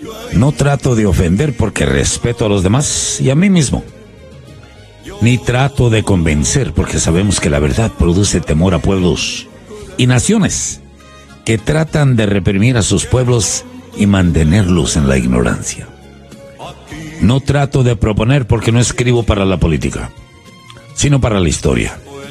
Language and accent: Spanish; Medellín, Antioquia, Colombia; now in United States; mi pueblo, la ciudad de Medellín, son entre las 10 mejores ciudades para vivir